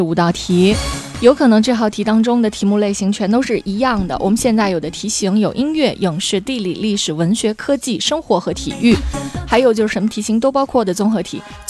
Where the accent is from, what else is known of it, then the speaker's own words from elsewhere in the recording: Northeast China, China; 没有说我们东北人的表达有什么不好的地方啊，没有谁高谁低，就是我们表达方式不同